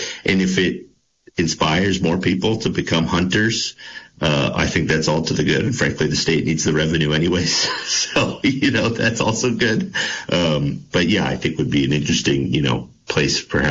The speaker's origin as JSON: {"language": "English", "town": "Putney", "region": "Vermont", "country": "United States", "tie": "born or raised there", "said": "my childhood growing up in Putney Central School and going to Brattleboro High School"}